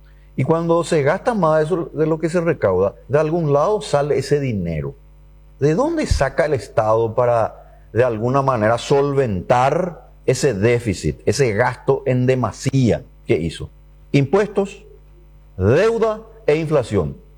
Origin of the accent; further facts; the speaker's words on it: Paraguay; Nosotros, como pueblo paraguayo